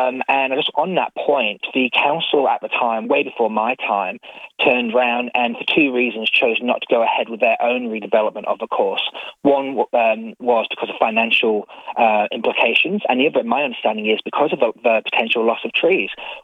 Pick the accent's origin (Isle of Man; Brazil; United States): Isle of Man; now in Australia; Look, I'm from the Isle of Man, least. I love the TT races.